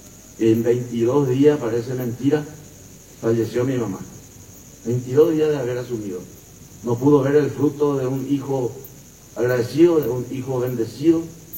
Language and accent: Spanish; Paraguay; hoy somos paraguayos agradecidos, gratos con la vida, con la historia y con nuestros héroes de la patria.